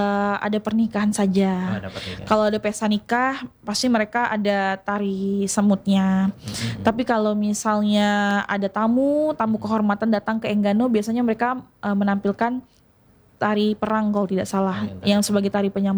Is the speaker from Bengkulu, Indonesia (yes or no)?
yes; Bengkulu, Indonesia; born there; Saya lahir di Bengkulu, tapi saya tidak bisa bahasa Rejang, tidak bisa bahasa serawai, tidak bisa bahasa Lemba.